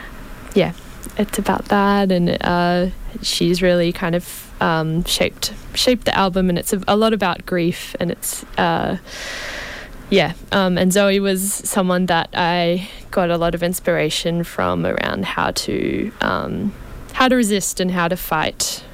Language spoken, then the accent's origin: English; Japan; now in Australia; as well as my hometown in Japan.